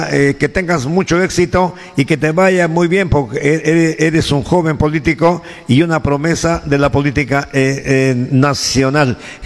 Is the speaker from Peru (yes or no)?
yes; Peru; A mí, prácticamente como ciudadano peruano